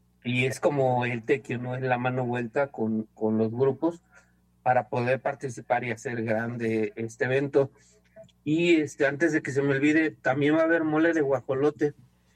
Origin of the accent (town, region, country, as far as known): Mexico